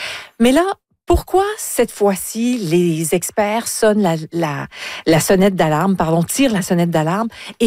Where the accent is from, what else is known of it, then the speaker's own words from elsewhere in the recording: Quebec, Canada; L'effet chez nous, au Québec, au Canada, quelles sont les conséquences à prévoir, Samy?